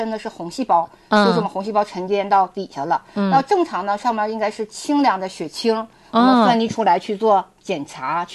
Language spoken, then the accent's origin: Chinese; Northeast China, China; 咱们东北人的习惯呢是夜间吃得很好